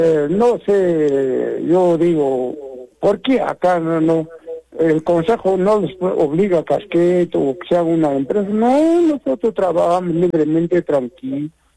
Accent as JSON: {"language": "Spanish", "region": "Apurímac", "country": "Peru", "said": "Yo ya vivo ya como 60 años acá, yo soy de Apurímac."}